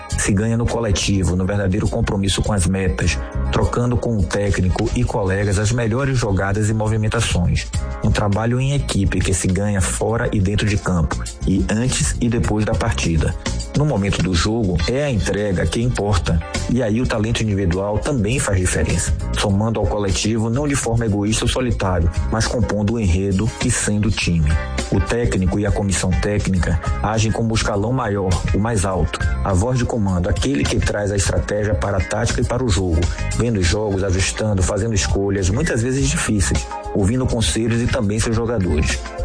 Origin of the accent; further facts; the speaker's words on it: Brazil; Somos brasileiros